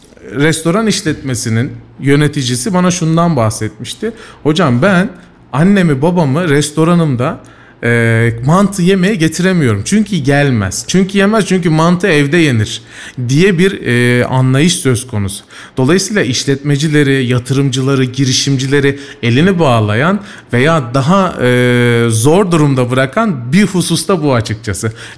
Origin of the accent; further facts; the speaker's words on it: Antalya, Turkey; now in Kayseri, Turkey; yani ben Antalyalıyım, 12 senedir Kayseri'de yaşıyorum.